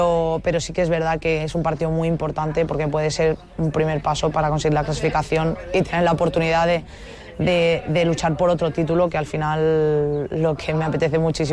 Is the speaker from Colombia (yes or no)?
no; Balearic Islands, Spain; presión nos quitamos porque evidentemente somos cuatro mallorquinas y muchísima gente nos escribe y estamos en nuestra casa